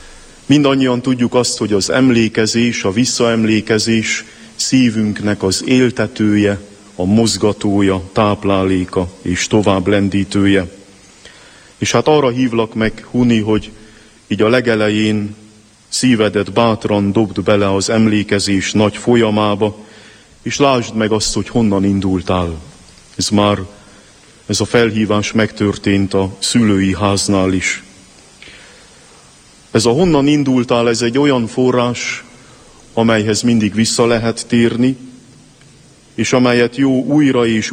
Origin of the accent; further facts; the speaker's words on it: Székelyszentlélek, Harghita, Romania; szülőfalum, Székely-Szentlélek